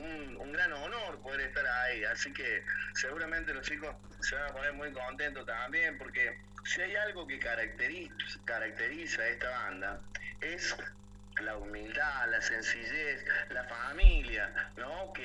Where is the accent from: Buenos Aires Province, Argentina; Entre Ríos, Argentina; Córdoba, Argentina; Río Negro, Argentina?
Córdoba, Argentina; Deán Funes; soy acá de Dian Funes, oriundo de Dian Funes